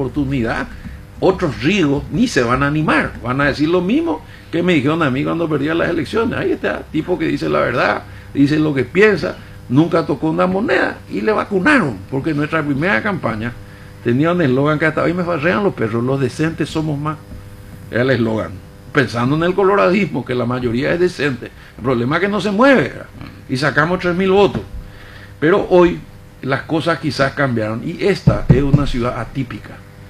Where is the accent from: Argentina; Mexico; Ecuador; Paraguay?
Paraguay; yo vengo de Paraguay